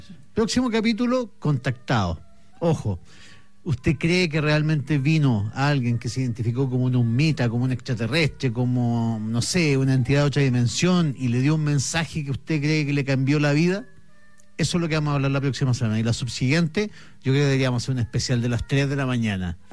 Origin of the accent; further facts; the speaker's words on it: Chillán Viejo, Ñuble, Chile; yo soy de Chillán Viejo.